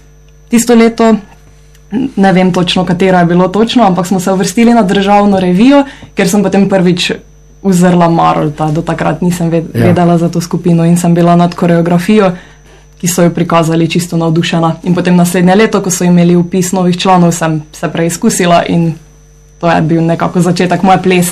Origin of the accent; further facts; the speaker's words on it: Ptuj, Styria, Slovenia; moved away as an adult; now in Ljubljana, Slovenia; Sicer jaz prihajam z Ptuja, sem štajerskega konca.